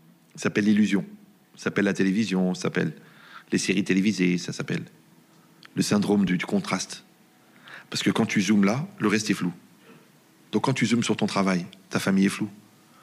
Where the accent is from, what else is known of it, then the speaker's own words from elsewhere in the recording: Algeria; born there; je suis né en Algérie